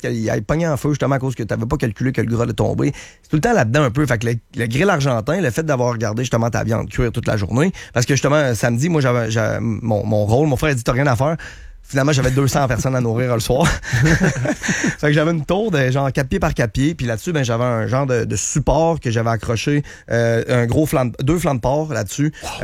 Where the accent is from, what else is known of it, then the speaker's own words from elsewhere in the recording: Saint-Jean-Chrysostome, Quebec, Canada; mon père, moi, on vient de Saint-Jean-Chrysostome, okay. Le Québec, ouais.